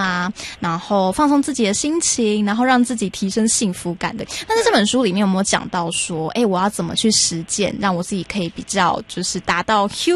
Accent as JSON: {"language": "Chinese", "country": "Taiwan", "said": "这个跟我们台湾这边就说，哎，要不要去桑一下是一样的意思吗？"}